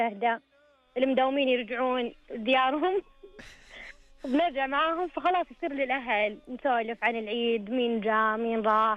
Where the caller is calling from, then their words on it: Al Quwayiyah, Riyadh Province, Saudi Arabia; من القوعية.